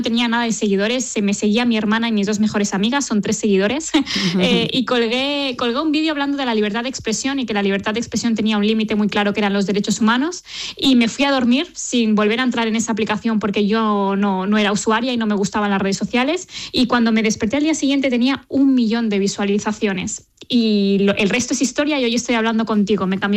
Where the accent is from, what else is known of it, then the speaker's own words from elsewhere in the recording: Lleida, Catalonia, Spain; la Asociación Feminista de Lleida, que es de donde soy